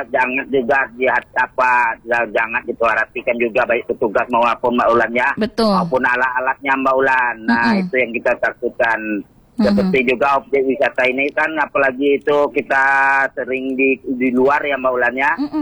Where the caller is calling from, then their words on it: Jambi, Indonesia; padahal kita orang Kabupaten Muara Jambi tapi belum pernah ke situ